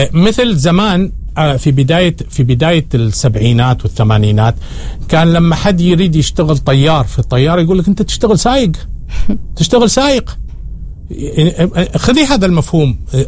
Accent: Oman; اول ما نثبت وجودنا احنا كعمانيين الكل سوف يتعافت علينا

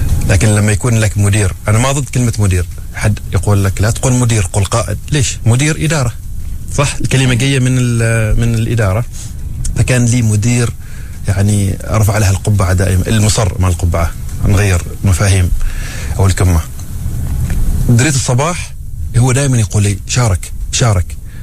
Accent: Oman; قليلين ممثلين عندنا في عمان، كم واحد بس

